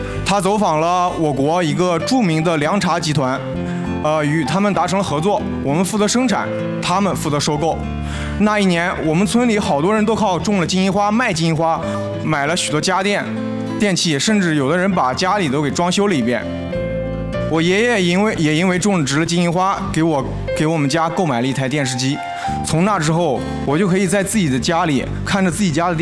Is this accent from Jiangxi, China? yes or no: no; Xuchang, Henan, China; now in Tianjin, China; 我来自曹魏古城，河南省许昌市的下面的一个小农村。